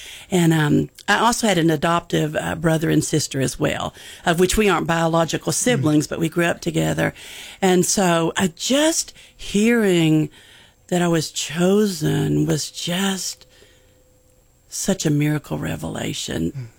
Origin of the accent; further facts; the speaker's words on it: Denison, Texas, United States; also born or lived in Wichita Falls, Texas; And I grew up in Denison, Texas, which is right at the Red River border, right at the border up there of North Texas, about 75 miles north of Dallas.